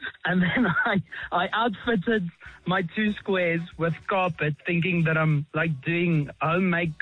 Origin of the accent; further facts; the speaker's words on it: Pretoria, Gauteng, South Africa; I grew up in Monument Park, so on the other side of Watercliff Rath, where you look down on us.